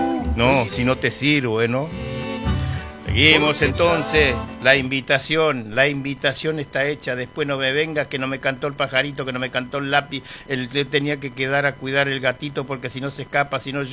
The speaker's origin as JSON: {"language": "Spanish", "town": "Buenos Aires", "country": "Argentina", "tie": "born or raised there", "said": "yo me crié en Buenos Aires"}